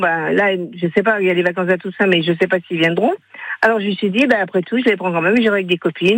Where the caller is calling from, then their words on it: Villars, France; j'habite à Villars.